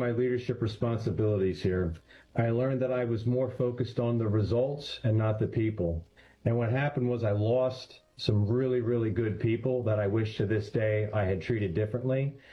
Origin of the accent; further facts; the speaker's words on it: Pennsylvania, United States; I'm from Douglas Hill, Pennsylvania. I'm the oldest of two. My brother is 13 years my junior.